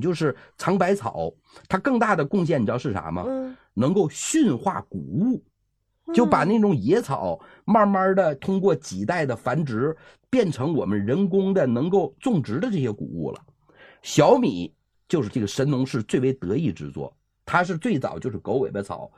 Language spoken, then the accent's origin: Chinese; China